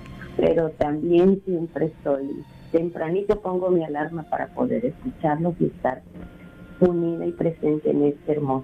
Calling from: Harlingen, Texas, United States; de Harding, en El Teja.

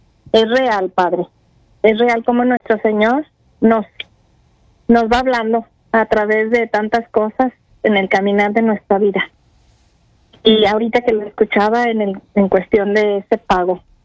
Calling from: Guadalajara, Jalisco, Mexico

